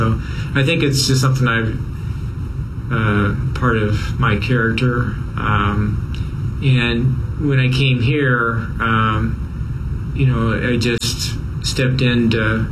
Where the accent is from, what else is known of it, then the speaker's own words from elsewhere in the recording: Kansas, United States; So when I grew up in Kansas, our vacation actually was to come to Minnesota fishing.